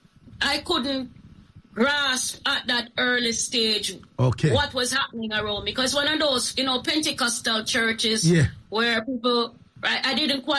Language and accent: English; Kingston, Jamaica; I come from East Kingston. The original … a whole heap of people from that side. East Kingston, grew up in a place called Lucas and Norman Avenue.